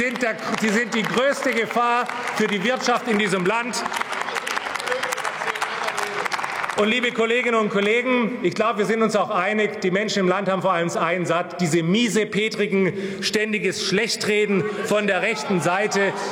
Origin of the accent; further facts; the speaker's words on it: Baden-Württemberg, Germany; ich komme aus Baden-Württemberg, ich lebe dort auch noch.